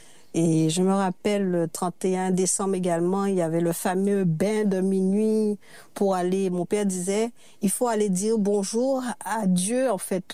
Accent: Saint-François, Guadeloupe; born there; Je viens de la commune de Saint-François en Guadeloupe. Toute ma famille en fait y habite, hein. Nous sommes nés dans cette commune et mon père est né dans la commune du Moule, mais il a fait toute sa vie à Saint-François.

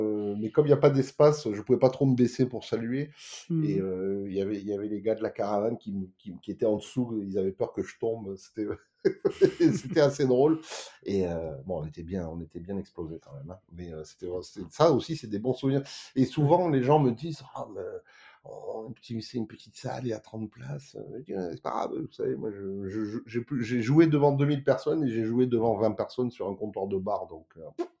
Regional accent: Nice, Provence-Alpes-Côte d'Azur, France; moved away as an adult; now in Japan; Je joue régulièrement aussi au musée des Arts Asiatiques de Nice. Donc là, c'est ma ville natale.

